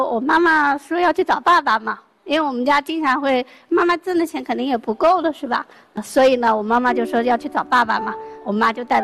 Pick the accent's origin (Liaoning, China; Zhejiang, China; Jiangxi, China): Jiangxi, China; Shangrao; 我来自江西上饶